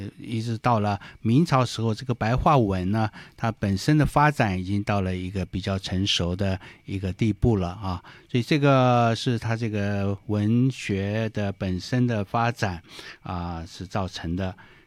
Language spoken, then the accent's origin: Chinese; Fujian, China; 因为我的老家在福建呢